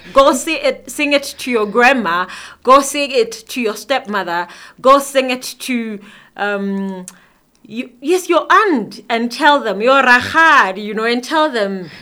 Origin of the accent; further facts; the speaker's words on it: Malealea, Lesotho; I'm a girl from Malealea